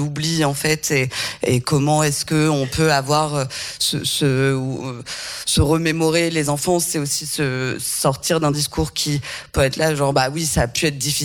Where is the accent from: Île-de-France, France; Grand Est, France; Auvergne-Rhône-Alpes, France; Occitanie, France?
Auvergne-Rhône-Alpes, France; Châtel-Guyon; Moi, j'ai grandi en Auvergne, dans une petite ville qui s'appelle Châtel-Guyon, avec mon grand frère et ma mère, qui était institutrice en maternelle.